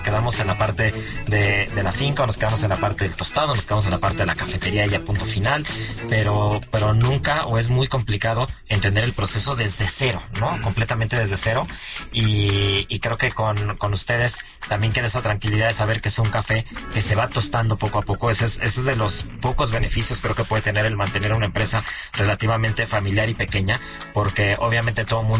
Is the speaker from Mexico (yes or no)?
yes; Mexico; apoyemos lo mexicano como buenos mexicanos